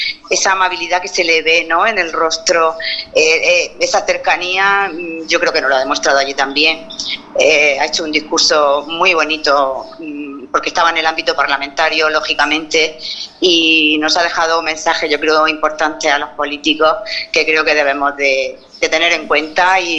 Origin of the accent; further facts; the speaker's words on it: La Hoya, Region of Murcia, Spain; Sí, soy de La Hoya.